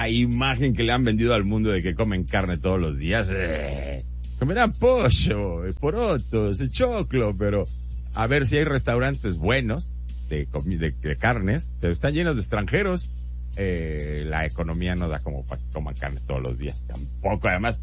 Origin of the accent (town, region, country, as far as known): Mexico